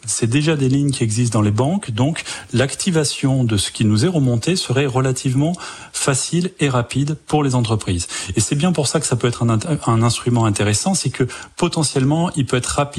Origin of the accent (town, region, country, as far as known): France